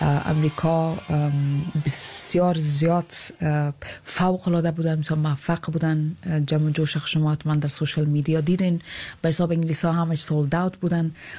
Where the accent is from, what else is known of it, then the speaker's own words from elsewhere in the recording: Afghanistan; ما فکر میکنم در جامعه‌ای که در کشوری که ما بزرگ شدیم، زنای ما متاسفانه کمتر وقت است که به حساب فولی خوش باشن